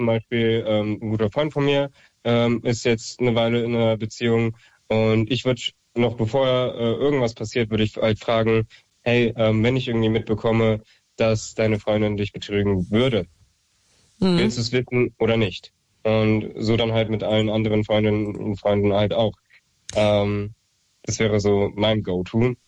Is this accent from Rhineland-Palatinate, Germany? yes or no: no; Marburg, Hesse, Germany; Ich komme aus Marburg